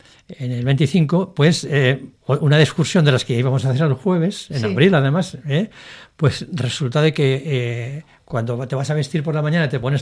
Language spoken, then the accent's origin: Spanish; Aragon, Spain; como soy buen aragonés y por tanto tozudo